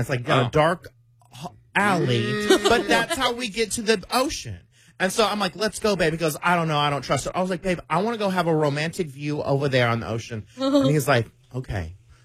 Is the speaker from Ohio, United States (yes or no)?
no; Dallas, Texas, United States; I was like, I'm from Oak Cliff, okay? Like, I could survive Oak Cliff.